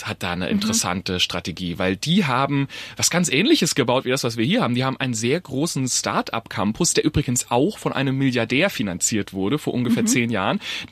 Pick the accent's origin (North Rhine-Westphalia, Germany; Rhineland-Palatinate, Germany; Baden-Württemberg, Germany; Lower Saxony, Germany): Baden-Württemberg, Germany; Heilbronn; Ja, also ich liebe meine Heimat natürlich, aber ehrlicherweise Heilbronn ist jetzt nicht die sexieste Stadt.